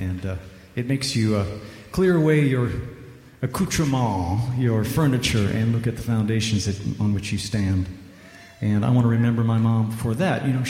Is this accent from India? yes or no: yes; India; now in United States; I grew up in India, son of missionary parents, and she sang all day long to British radio.